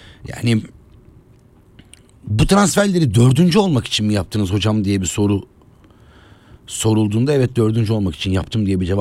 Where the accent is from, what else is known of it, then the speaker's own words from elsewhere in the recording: Kocaeli, Turkey; Kocaeli'liyim diyen ben duymadım çünkü yani orada yaşayan biri olarak doğmuş büyümüş biri olarak yani.